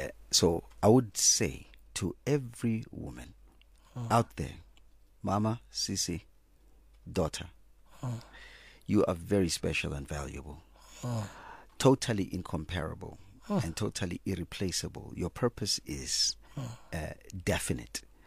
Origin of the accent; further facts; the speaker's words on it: Pretoria, Gauteng, South Africa; moved away; also born or lived in United States; And then I was born in Pretoria.